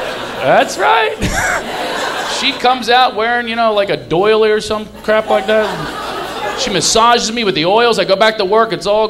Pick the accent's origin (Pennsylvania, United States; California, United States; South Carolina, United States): Pennsylvania, United States; Philadelphia; But romance, I'm from Philadelphia. No romances in Philly.